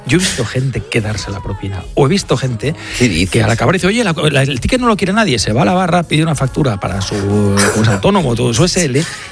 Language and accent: Spanish; Catalonia, Spain; yo soy catalán.